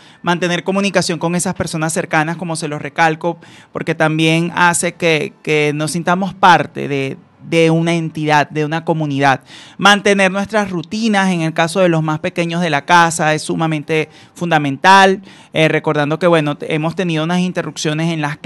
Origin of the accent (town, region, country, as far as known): Venezuela